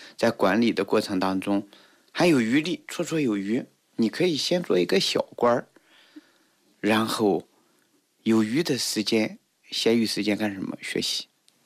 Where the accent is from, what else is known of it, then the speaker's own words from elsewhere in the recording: China; 我们中国人也是特别热衷于通过学习而去从政，